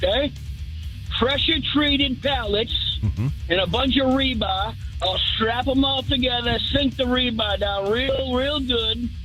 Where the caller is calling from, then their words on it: New Hampshire, United States; I'm from New Hampshire.